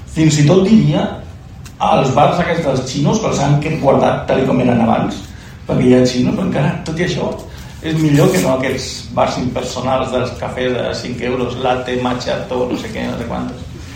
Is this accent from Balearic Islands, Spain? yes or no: no; Cornellà, Catalonia, Spain; now in Cubelles, Spain; he escrit un relat que es diu Torres al cel, i jo soc de Cornellà, també he hagut de fugir de Barcelona per culpa de la gentrificació, tan clar, i ara visc a Cubelles